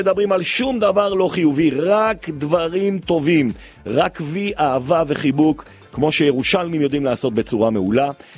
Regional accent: Jerusalem, Jerusalem District, Israel; וזה עושר עילאי מבחינתי כירושלמי.

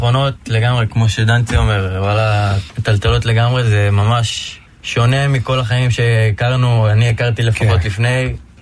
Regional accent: Petah Tikva, Central District, Israel; אני מפתח תקווה

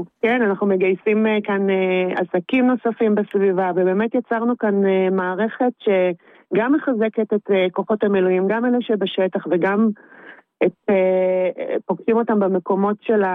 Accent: Jerusalem, Jerusalem District, Israel; moved away as an adult; also born or lived in Vered Yeriho; now in northern Israel; אנחנו במקור ירושלמים, מירושלים, וב-20 שנה האחרונות גרנו בצפון ים המלח, במושב ורד יריחו.

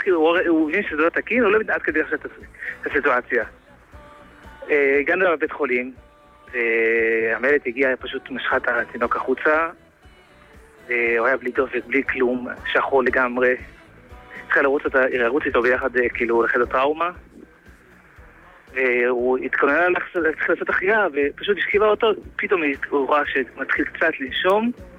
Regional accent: Jerusalem, Jerusalem District, Israel; אני ירושלמי מקור

